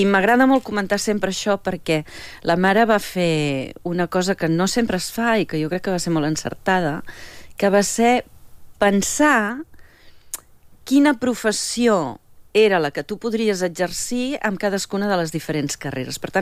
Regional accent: Figueres, Catalonia, Spain; jo sóc de províncies, vinc de Figueres.

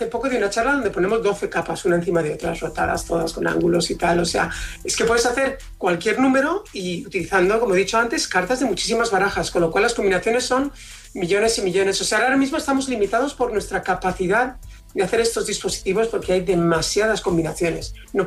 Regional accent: Valencian Community, Spain; la gente llama a cualquier cosa paella y como buen valenciano nos tenemos que corregir y puntualizar mucho.

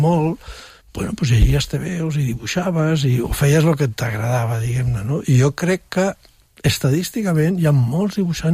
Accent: Catalonia, Spain; born there; jo començo a treballar als 14 anys, que és quan es començava a treballar aleshores, sí, en el meu barri, no a l'Eixample.

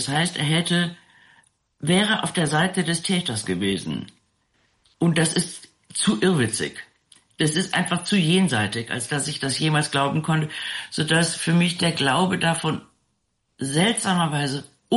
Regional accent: Rhineland, Germany; ich bin im Rheinland aufgewachsen, im katholischen Rheinland, und meine ältesten Freundinnen und Freunde waren alle katholisch.

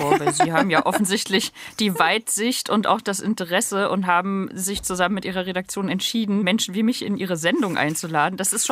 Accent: Rostock, Mecklenburg-Vorpommern, Germany; ich bin im Plattenbau in Rostock-Schmal groß geworden. Das ist, ich beschreibe es im Buch, eine Großwohnsiedlung, eine Neubausiedlung in Rostock, die früher und auch heute noch relativ geschichtsvergessen Ghetto genannt wird.

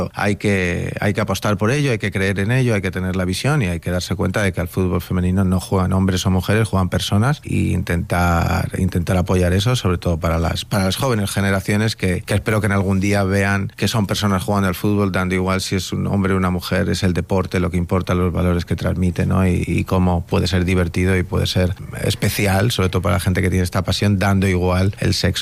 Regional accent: Spain; yo siempre soy muy español, pero ya estoy un poco también globalizado, pero siempre sí, siempre muy orgulloso de mi país, de mis raíces, de donde soy

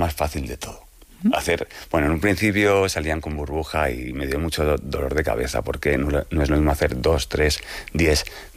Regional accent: Brunete, Community of Madrid, Spain; also born or lived in Carabanchel; me crié allí. O sea, yo pasé de Carabanchel hasta. Luego me crié en Brunete.

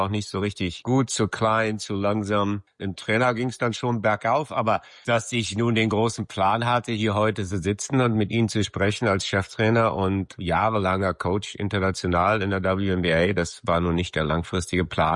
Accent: Lichtenrade, Berlin, Germany; Aber es war Lichtenrade. Zuerst bin ich aufgewachsen in Lichtenrade, habe da sehr, sehr früh angefangen, die erste Damenmannschaft zu trainieren.

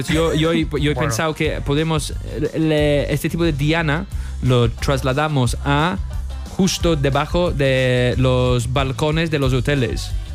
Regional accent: Torquay, South West England, United Kingdom; Spanish is a second language; now in Spain; yo vengo de un sitio que se llama Torquay, que es en el suroeste de Inglaterra.

